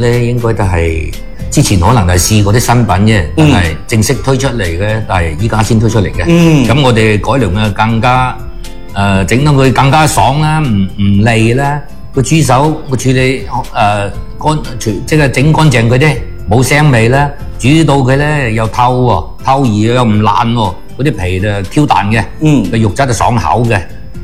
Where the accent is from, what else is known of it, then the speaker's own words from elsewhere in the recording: Guangdong, China; 我哋廣東人